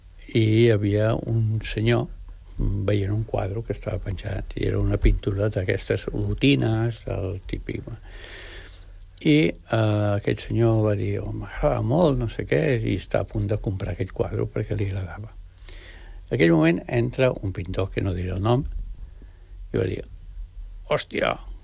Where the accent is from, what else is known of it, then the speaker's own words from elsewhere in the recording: El Masnou, Catalonia, Spain; Hi ha un pintor del Masnou, que és el meu poble